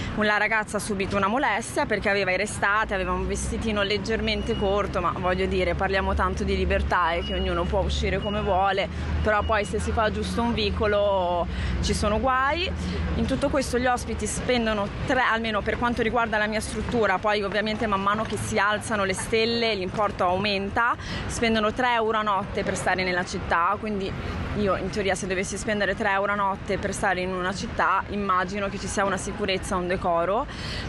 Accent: Genoa, Liguria, Italy; io sono nata e cresciuta a Genova. Ho fatto tutta la mia gioventù nei vicoli, Piazza delle Erbe.

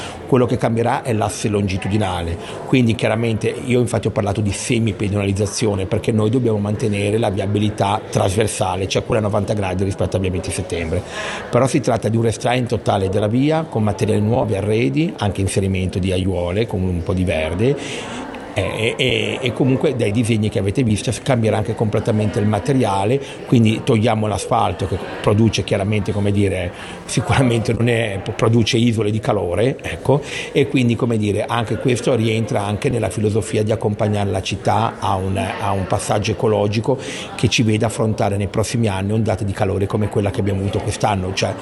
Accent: Genoa, Liguria, Italy; Io direi non solo i genovesi ma anche io e lei che siamo genovesi

